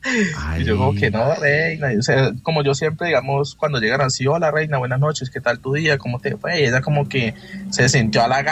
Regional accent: Neiva, Huila, Colombia; Pues resulta que nosotros somos de Neiva.

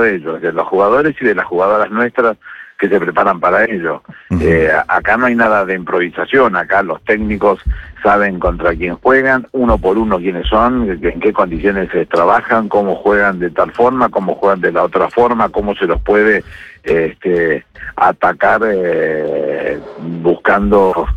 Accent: Argentina; las autoridades de mi país

